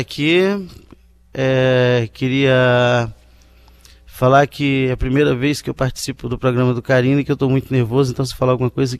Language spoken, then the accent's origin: Portuguese; Rio Branco, Acre, Brazil; Sou do Acre, de Rio Branco.